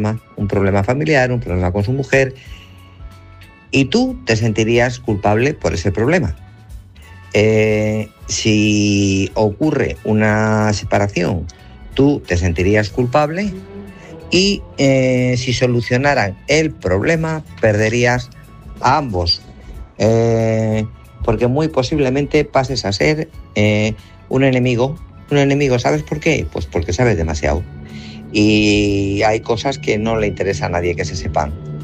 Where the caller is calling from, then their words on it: Guadalajara, Castilla-La Mancha, Spain; de Guadalajara